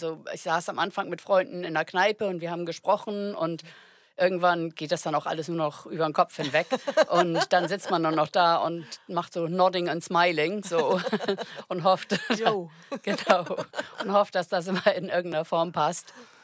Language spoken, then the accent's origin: German; Hamburg, Germany; now in Scotland; Ich bin waschechte Hamburgerin. Selbst meine Eltern sind schon in Hamburg geboren